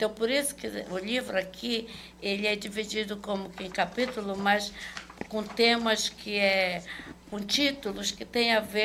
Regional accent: Belém, Pará, Brazil; Eu sou de Coraci

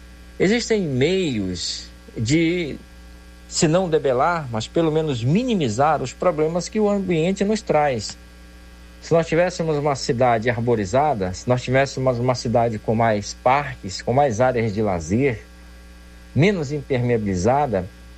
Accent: Manaus, Amazonas, Brazil; nós temos coisas boas, coisas maravilhosas de que nos orgulhar como amazonenses, como manauaras.

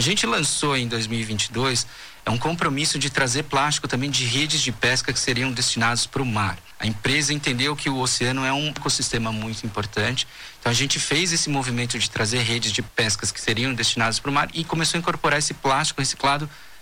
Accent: Brazil; demande de nós como brasileiros, de que a gente tenha a consciência e a responsabilidade de realmente conseguir a melhor negociação global para que o país possa ser competitivo na cadeia global

